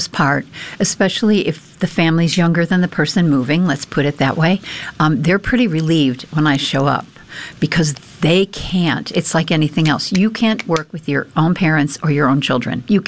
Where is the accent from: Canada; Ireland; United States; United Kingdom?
Ireland; Well, I think, I'm Irish, and, you know, we're connected in so many ways, mind, body, and soul.